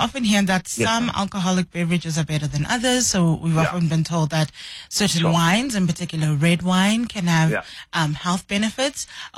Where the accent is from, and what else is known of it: South Africa